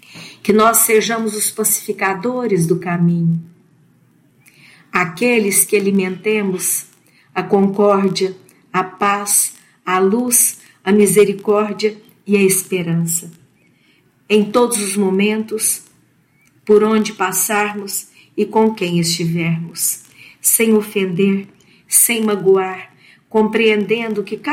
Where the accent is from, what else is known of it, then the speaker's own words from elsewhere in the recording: Uberlândia, Minas Gerais, Brazil; sou da cidade de Uberlândia e sou voluntária na Web Rádio Fraternidade.